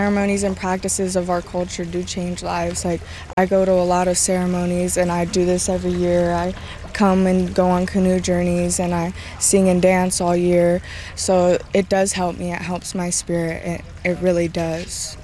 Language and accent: English; Washington, United States; I am from the Nisqually tribe.